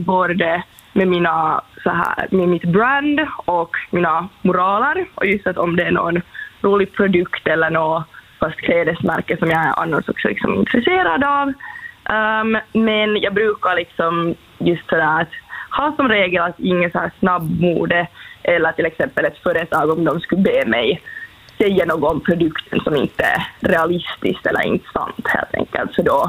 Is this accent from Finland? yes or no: yes; Finland; jag är liksom finlandssvenska, svenska är mitt modersmål, så sen kan jag använda till exempel ordet blush istället för rouge